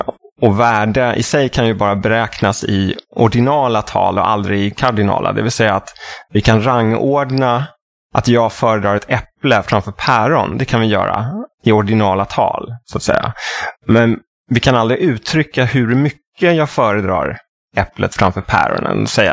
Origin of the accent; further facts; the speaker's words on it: Austria; Men som österrikare så är man ju starkt förankrad i logik och logiska resonemang.